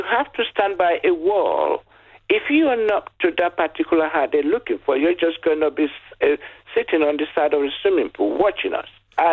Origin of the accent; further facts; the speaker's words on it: Nigeria; first language Yoruba; English is a second language; moved away as an adult; now in England; But I said it in Yoruba, my first language.